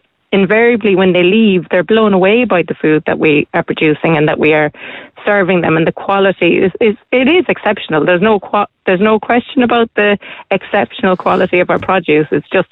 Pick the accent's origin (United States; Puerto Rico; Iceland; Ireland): Ireland; what we as Irish foodies and chefs and growers and promoters of all of that regard it as?